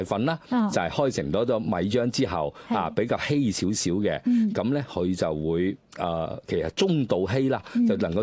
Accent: Guangzhou, Guangdong, China; 嗱，譬如我哋廣州，我哋食得比較鮮味，比較淡味啦，啊，咁其實可以體現咗我哋廣州人其實就。冇乜脾氣嘅

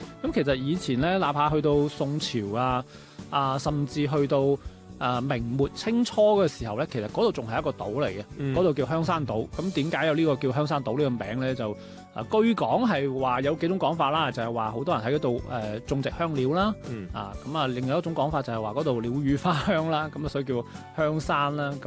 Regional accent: Guangzhou, Guangdong, China; 即係包括我哋廣州人點解成日話珠江係海皮咧，珠江邊係海皮咧

